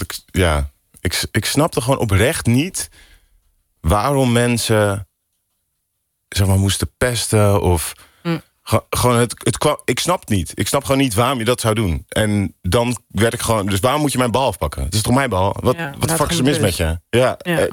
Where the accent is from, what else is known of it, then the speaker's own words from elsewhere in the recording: Alkmaar, North Holland, Netherlands; Ik ben geboren in Alkmaar, Kaasstadje. In de Bloemwijk, waar ook de sloot zit. Echt wel heel leuk om op te groeien.